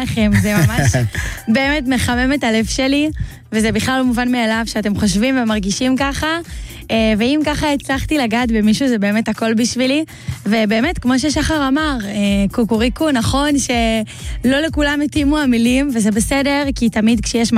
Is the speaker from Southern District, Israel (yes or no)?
no; Or Yehuda, Tel Aviv District, Israel; אני מאור יהודה.